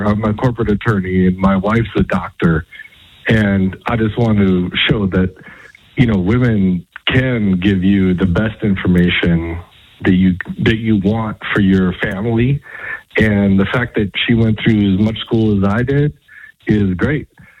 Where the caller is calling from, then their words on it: North Dakota, United States; I'm from North Dakota, and I know UND sports. I know North Dakota sports. I went to Colorado State.